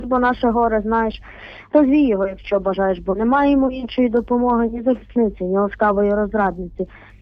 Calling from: Lviv, Lviv Oblast, Ukraine; мені 12 років, я телефоную зі Львова

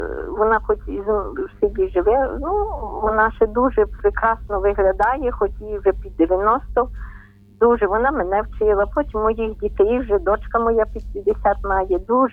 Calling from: Ternopil Oblast, Ukraine; Ми з України, Тернопільщина

